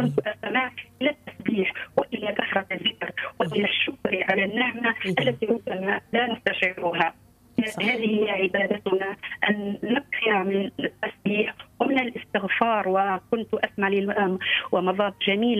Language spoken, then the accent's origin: Arabic; Tunisia; بلادنا تونس